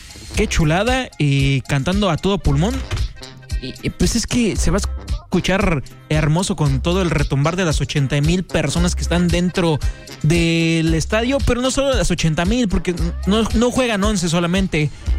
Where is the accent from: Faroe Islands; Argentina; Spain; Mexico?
Mexico; estamos orgullosos de ser lo que somos, mexicanos.